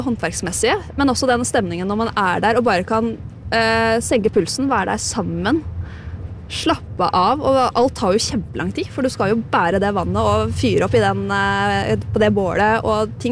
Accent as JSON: {"language": "Norwegian", "region": "Innlandet", "country": "Norway", "accent": "Tynset dialect", "said": "Da det en tynsedialekt der og lurer, men nivellert mot standard østnorsk."}